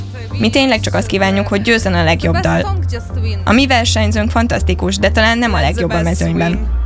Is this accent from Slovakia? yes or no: no; Ukraine; és Ukrajnából jöttem.